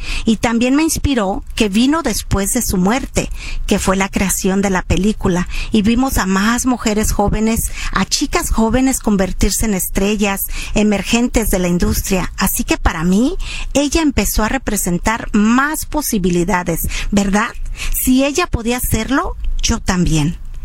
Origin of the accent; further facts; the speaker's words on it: Corpus Christi, Texas, United States; now in Fresno, United States; les digo que soy de Corpus Christi